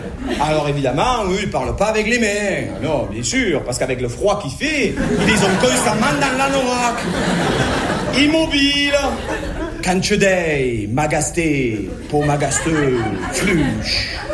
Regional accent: Marseille, Provence-Alpes-Côte d'Azur, France; born there; Bon, je suis né à Marseille, qu'est-ce que vous voulez que j'y fasse?

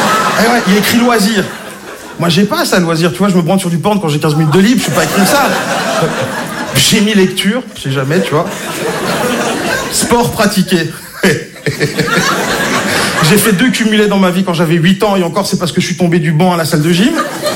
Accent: Belgium; Bonsoir Paris. Alors, je viens de Belgique.

